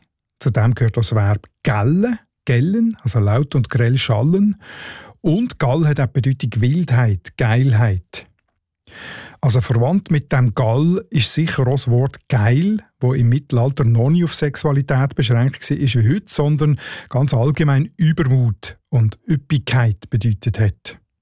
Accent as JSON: {"language": "German", "region": "Northwestern Switzerland", "country": "Switzerland", "accent": "Northwestern Swiss dialect", "said": "Ich würde dem ja Geugel sagen, in meinem Nordwestschweizer Dialekt."}